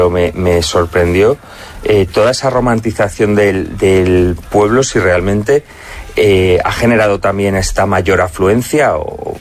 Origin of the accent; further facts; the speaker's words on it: Castile and León, Spain; Pero estuve en mi pueblo, el típico pueblo español, en la provincia de Zamora